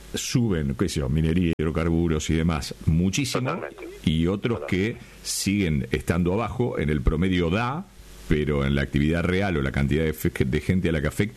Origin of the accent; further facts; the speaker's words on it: Rauch, Buenos Aires Province, Argentina; pasá por Rauch. Exactamente. Por mi pueblo.